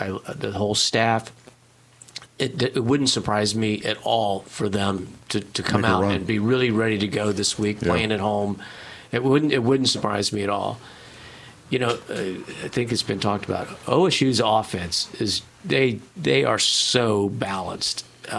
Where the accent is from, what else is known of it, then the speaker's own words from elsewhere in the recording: Ohio, United States; I'm from Ohio.